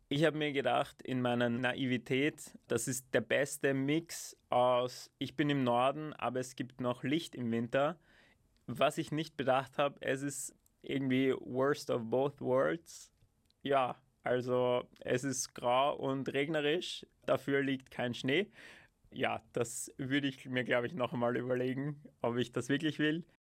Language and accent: German; Vienna, Austria; moved away as an adult; now in Lund, Sweden; Ich werde dieses Jahr 26 Jahre alt. Also ich bin in Wien aufgewachsen, in Simmering draußen, an der Grenze zu Schwechat. Also schon eher ruhigere Gegend.